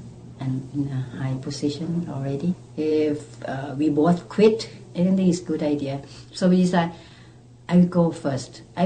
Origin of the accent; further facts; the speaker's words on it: Thailand; English is a second language; moved away as an adult; now in Canada; I'm from Thailand.